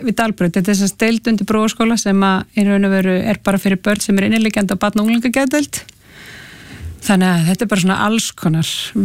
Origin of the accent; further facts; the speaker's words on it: Trékyllisvík, Westfjords, Iceland; ég er alveg upp í Trekkilsvík og Ströndum